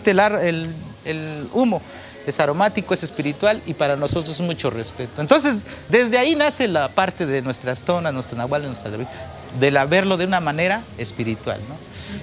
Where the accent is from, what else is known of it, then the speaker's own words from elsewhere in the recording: San Martín Tilcajete, Oaxaca, Mexico; Quiero decirle que en Oaxaca, especialmente en mi pueblo, nosotros adoramos los elementos.